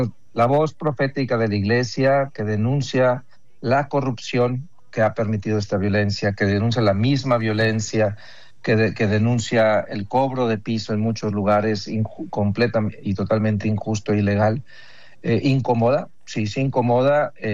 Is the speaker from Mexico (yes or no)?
yes; Mexico; nosotros también somos mexicanos, ¿no? Sí. Somos mexicanos sirviendo al pueblo de México.